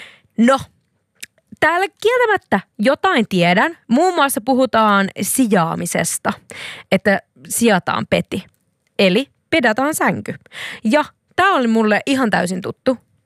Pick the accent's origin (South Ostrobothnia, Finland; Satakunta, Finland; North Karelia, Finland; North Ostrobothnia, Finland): South Ostrobothnia, Finland; accent: South Ostrobothnian; mun lähipiirissä käytetään Etelä-Pohjanmaan murretta ja sitten sinne laitetaan semmoisia vanhan kansan sanoja, niin sanotusti.